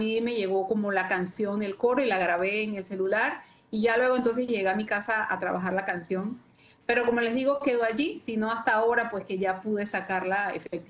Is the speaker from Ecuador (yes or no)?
no; Chitré, Herrera, Panama; me invitan a participar en mi ciudad natal, por decirlo así, donde me crié, en Chitré.